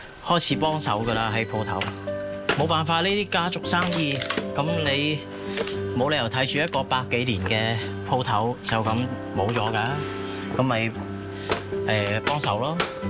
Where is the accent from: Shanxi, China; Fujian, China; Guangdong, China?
Guangdong, China; 这个是我们广东人，闽南的那边是结婚用的。